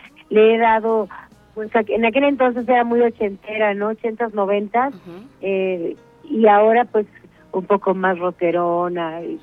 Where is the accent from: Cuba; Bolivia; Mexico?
Mexico; Querétaro; born there; Yo nací en Querétaro.